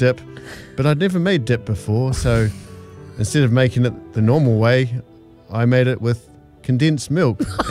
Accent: Oamaru, Otago, New Zealand; When I was trying to impress Erin, I remember making like a platter, but because I'm from Oamaru, I didn't really know what I was doing.

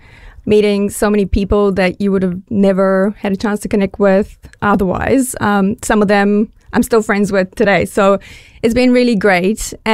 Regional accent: Bulgaria; now in New Zealand; I'm originally from Bulgaria, and that's a big meat-eating culture.

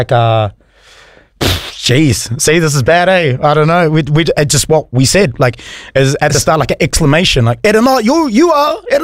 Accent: Gisborne, New Zealand; I do feel like I've opened up a can of worms for my hometown, Tairawhiti to Gisborne.

